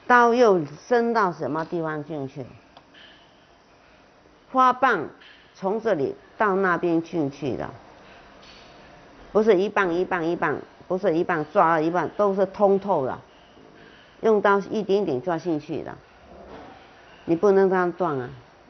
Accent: Chaoshan, Guangdong, China; 我们中国人，我们潮汕的人走到哪里就发展到哪里。

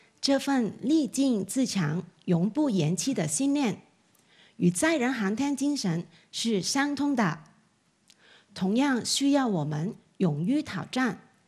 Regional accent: Hong Kong; 从小在香港长大，

